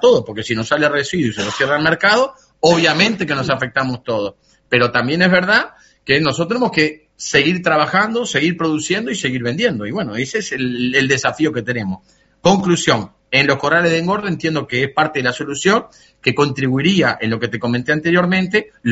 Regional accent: Uruguay

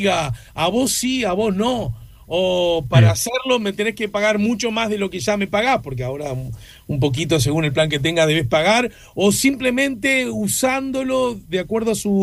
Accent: Uruguay

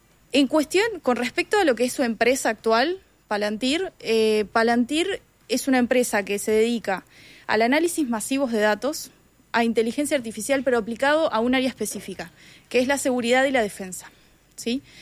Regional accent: Uruguay; qué futuro queremos como uruguayos.

